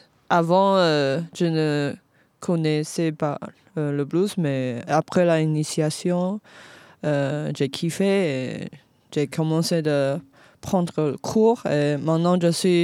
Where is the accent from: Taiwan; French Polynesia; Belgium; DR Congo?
Taiwan; French is a second language; now in France; Je viens de Taïwan.